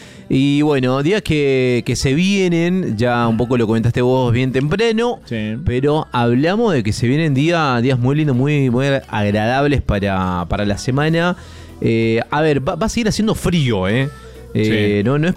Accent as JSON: {"language": "Spanish", "region": "Mendoza", "country": "Argentina", "said": "uno como mendocino"}